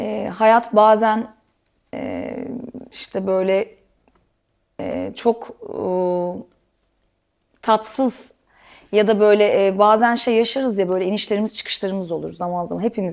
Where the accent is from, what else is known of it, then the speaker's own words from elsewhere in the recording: Alaşehir, Manisa, Turkey; now in Istanbul, Turkey; evet, Manisa Alaşehirliyim ben. 20 yıldır İstanbul'da yaşıyorum. Ama böyle yılda herhalde bir 2-3 kez Alaşehir'e kaçıyorum.